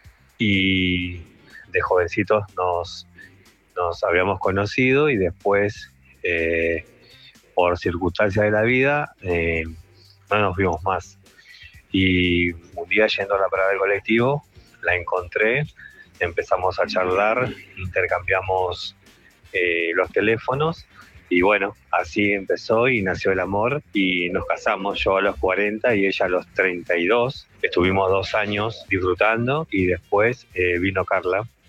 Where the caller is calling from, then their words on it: Virrey del Pino, Buenos Aires Province, Argentina; de Virrey del Pino.